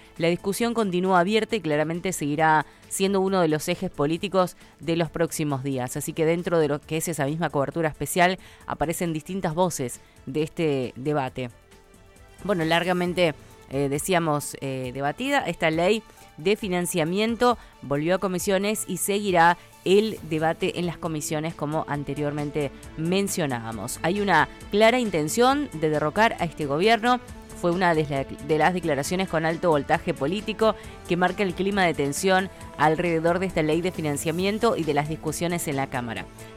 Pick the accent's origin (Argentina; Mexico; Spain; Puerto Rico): Argentina